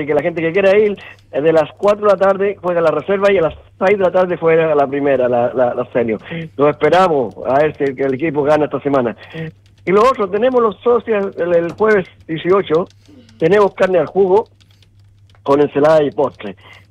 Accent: Chile; Soy chileno, igual que los argentinos, ellos saben cómo somos nosotros.

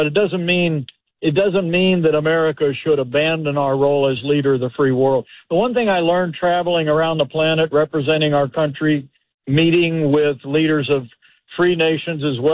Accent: Indiana, United States; You saw that here in Texas, Louisiana, back in my home state of Indiana in state legislative races.

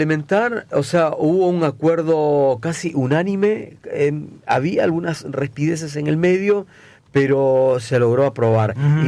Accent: Peru; now in Argentina; yo soy peruano

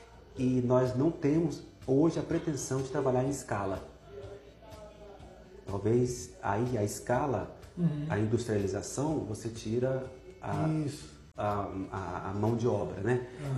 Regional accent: Catalão, Goiás, Brazil; born there; now in Brasília, Brazil; Eu nasci em Catalão, Goiás, 300 quilômetros daqui, mas vim para cá jovem, né?

